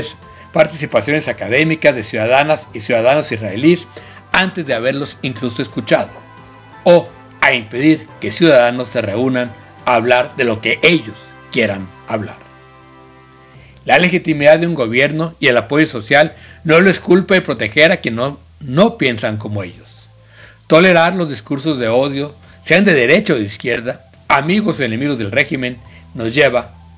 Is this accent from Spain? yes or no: no; Mexico; Podemos, como ciudadanos mexicanos